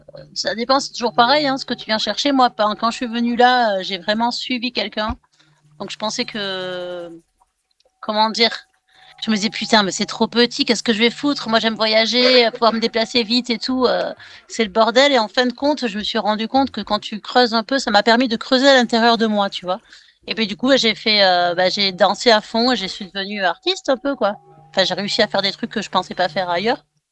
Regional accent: Bayonne, Nouvelle-Aquitaine, France; Et à Bayonne, oui, exactement.

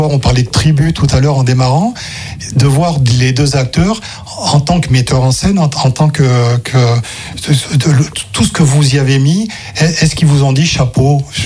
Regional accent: Cannes, Provence-Alpes-Côte d'Azur, France; j'adore voir des films, et depuis très longtemps, j'ai grandi à Cannes, je suis accrédité au festival, c'est 400 films par an.

